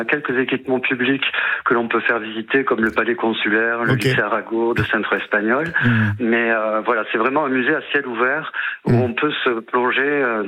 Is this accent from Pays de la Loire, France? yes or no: no; Toulouse, Occitanie, France; Je suis toulousain, donc je parle sans crainte.